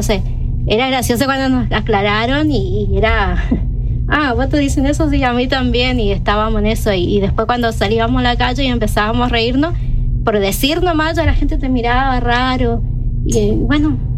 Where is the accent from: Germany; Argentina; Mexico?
Argentina; Corrientes; No vengo del interior, soy de acá, de Corrientes, pero nunca lo hablé el guaraní